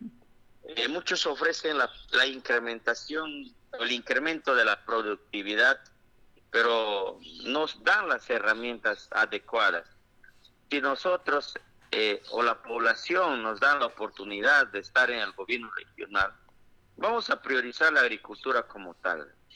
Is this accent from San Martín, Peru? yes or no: yes; Chazuta, San Martín, Peru; soy de Chasuta, es mi lugar de nacimiento